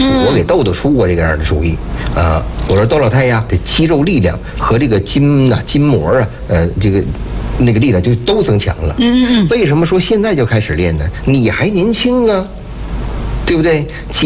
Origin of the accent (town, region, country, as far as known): Jinzhou, Liaoning, China